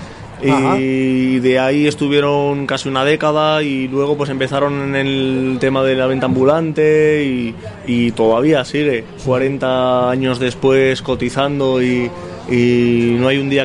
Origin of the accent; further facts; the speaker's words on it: Basque Country, Spain; somos gitanos y lo hemos mamado así. Pero somos los cinco, somos vascos.